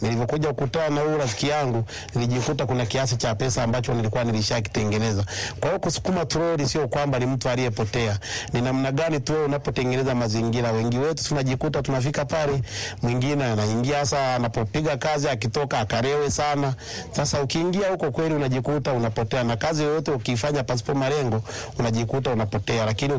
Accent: Bunda, Mara, Tanzania; now in Mwanza, Tanzania; Mara nyingi ninapatikana Mwanza, japo asilimia kubwa nimekulia hapa Bunda.

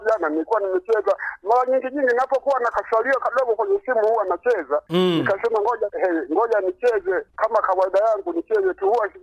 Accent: Ulanda, Iringa, Tanzania; Natoka mkoa wa Iringa, wilaya ya Iringa vijijini, alafa ya Kalenga, kijiji cha Ulanda.

